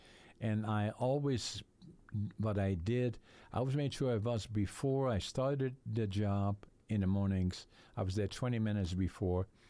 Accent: Netherlands; moved away as an adult; now in northern British Columbia, Canada; been in northern BC for 60 years. I came in from Holland in 1965. I was born in Holland, actually, in 1940. So in the next couple of months, I'm going to be 86 years young. And I grew up in a lumber environment.

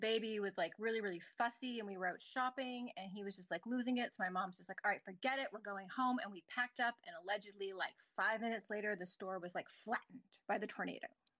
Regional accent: Stouffville, Ontario, Canada; also born or lived in Orangeville; I grew up in Stouffville. Nobody knows where Stouffville is.

